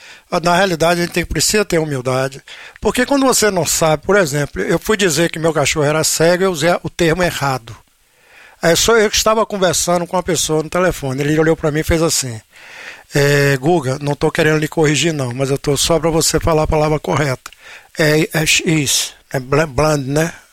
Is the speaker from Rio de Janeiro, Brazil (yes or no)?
no; Barbacena, Minas Gerais, Brazil; Rapaz, eu, quando era pequeno lá em Barbacena, o cartomante olhou pra mim e disse que eu ia casar com a empregada doméstica.